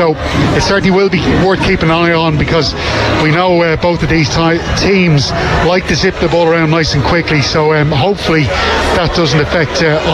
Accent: Tallaght, Leinster, Ireland; I came from Tallaght originally, and it is a hotbed of football

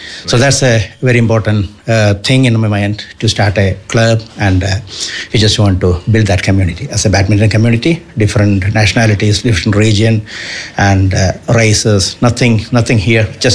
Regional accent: India; now in Ireland; I'm from India. Like the last 20 years, I'm living in Ireland. Since 2006, I'm here.

